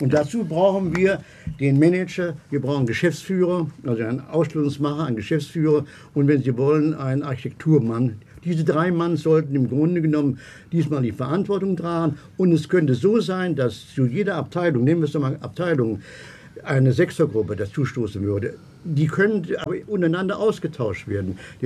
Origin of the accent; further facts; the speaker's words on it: Kassel, Hesse, Germany; born there; aus der kleinen Stadt Kassel, wo ich geboren bin und zurück musste und das getan habe